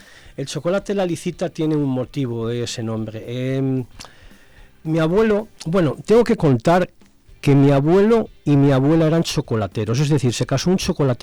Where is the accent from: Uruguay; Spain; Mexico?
Spain; Malva, Castile and León; soy de Malva, tengo 66 años, y mis padres, Eugenio y Aurelia, eran los últimos chocolateros que hubo en Malva.